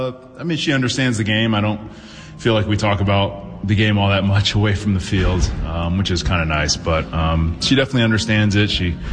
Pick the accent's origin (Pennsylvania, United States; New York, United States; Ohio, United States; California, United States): California, United States; San Diego; my hometown, San Diego